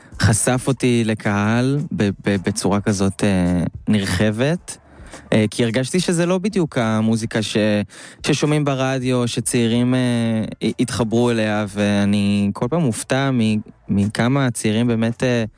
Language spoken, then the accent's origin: Hebrew; Ness Ziona, Central District, Israel; moved away as an adult; now in Tel Aviv, Israel; גדלתי בנס ציונה.